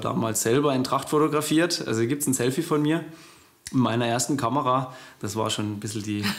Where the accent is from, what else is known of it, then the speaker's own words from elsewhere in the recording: Simonswald, Baden-Württemberg, Germany; Ich bin ja in Simonswald aufgewachsen, sehr konservatives Dorf.